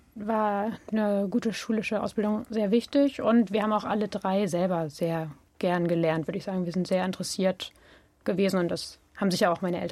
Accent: Halle, Saxony-Anhalt, Germany; born there; Ja, bin auch in Halle getauft. Ich glaube, 93 im Diakoniewerk.

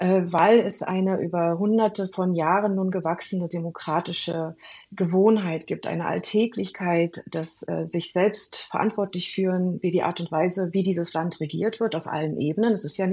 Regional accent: Germany; als Deutsche und deutsche Historikerin

